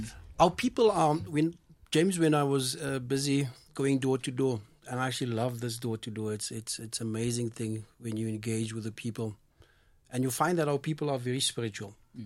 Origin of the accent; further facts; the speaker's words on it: Johannesburg, Gauteng, South Africa; I grew up in Cheswick Flats, opposite the high school in Coronationville, at the flats.